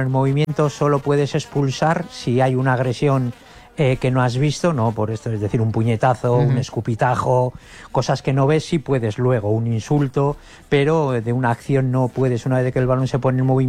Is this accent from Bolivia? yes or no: no; Leganés, Community of Madrid, Spain; Yo como soy de Leganés